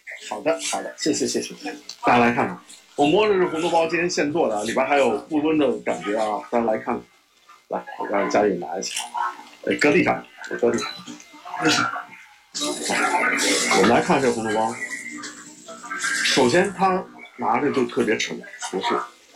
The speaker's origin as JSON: {"language": "Chinese", "region": "Henan", "country": "China", "said": "咱们河南人喜欢吃面啊，喜欢吃面。"}